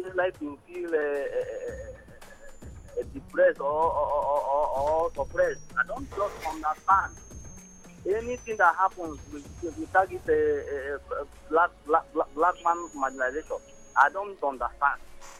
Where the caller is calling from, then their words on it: Port Harcourt, Rivers, Nigeria; calling from Port Harcourt.